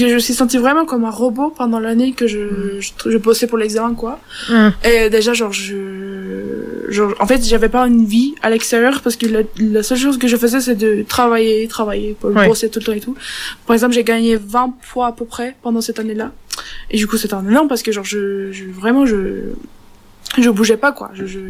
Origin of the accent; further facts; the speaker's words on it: Turkey; French is a second language; Des fois que je suis turque. Et je suis pas française, je suis pas une citoyenne française.